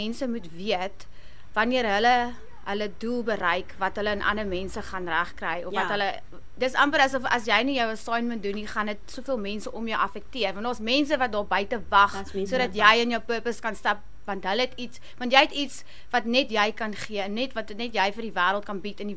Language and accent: Afrikaans; Johannesburg, Gauteng, South Africa; moved away as an adult; now in Cape Town, South Africa; ek sal myself 'n Kaapenaar noem, want ek bly al 13 jaar daar, maar ek is van Johannesburg af, maar soos ek sê, ek sal 13 jaar daar